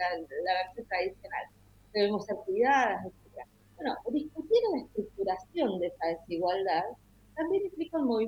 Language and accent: Spanish; Argentina